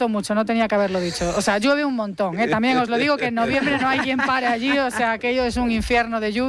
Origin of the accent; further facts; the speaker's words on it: Santiago de Compostela, Galicia, Spain; Yo soy de Santiago de Compostela.